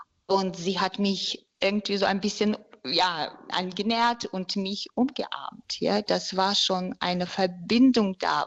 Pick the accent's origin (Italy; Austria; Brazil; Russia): Russia; Also wie gesagt, ich komme selbst aus Russland